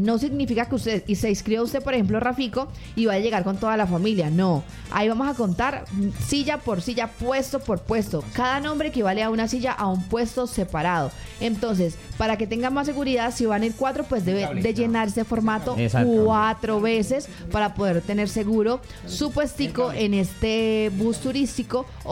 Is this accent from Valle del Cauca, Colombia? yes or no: yes; Cali, Valle del Cauca, Colombia